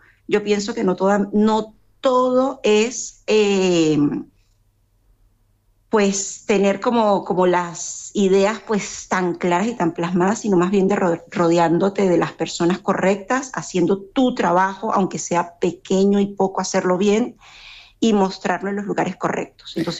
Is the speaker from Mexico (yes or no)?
no; Venezuela; moved away as an adult; now in Lanzarote, Spain; Yo soy venezolana, las circunstancias nos obligaron, como muchas de nosotros, a conseguir realmente nuestras raíces, y nosotros pues decidimos mudarnos a España